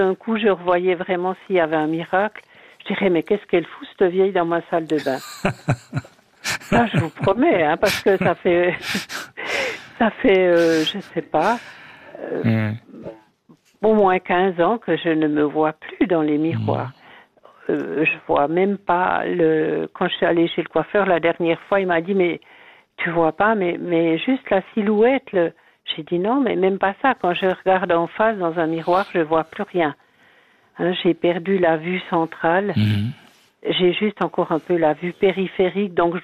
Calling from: Biel/Bienne, Bern, Switzerland; mais en tout cas ici à Bienne, il y a quelque chose qui vibre.

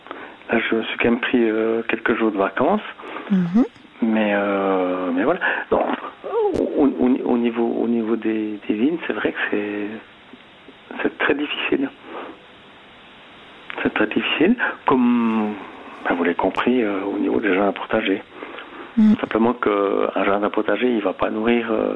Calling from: Auvergne-Rhône-Alpes, France; je suis depuis ma véranda d'Auvergne

